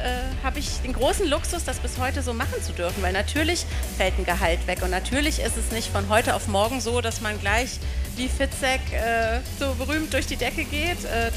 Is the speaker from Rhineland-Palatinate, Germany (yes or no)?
yes; Koblenz, Rhineland-Palatinate, Germany; Also ich wohne in einem Vorort, in einem Höhenstadtteil von Koblenz. Und wie gesagt, bin hier geboren, bin auch hier zur Schule gegangen, war auf zwei verschiedenen Gymnasien in Koblenz und habe auch in Koblenz gearbeitet, Ausbildung, alles gemacht